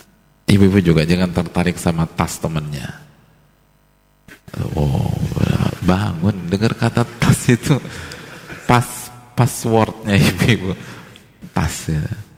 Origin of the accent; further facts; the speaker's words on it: BSD, Banten, Indonesia; Ya karena saya orang BSD, Pak Ustadz, gitu.